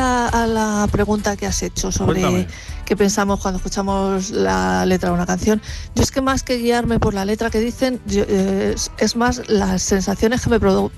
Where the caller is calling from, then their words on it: Madrid, Community of Madrid, Spain; de Madrid.